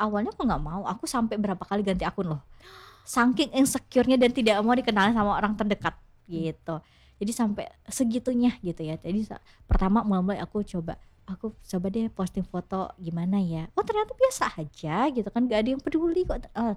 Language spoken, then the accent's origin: Indonesian; Curup, Bengkulu, Indonesia; aku asalnya dari Curup aslinya